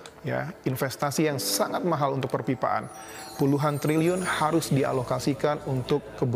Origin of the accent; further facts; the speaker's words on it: Jakarta, Indonesia; Saya tinggal di Jakarta, saya lahir di Jakarta, dan saya pasti ingin bagaimana menjadikan Jakarta menjadi kota yang layak huni dan berketahanan.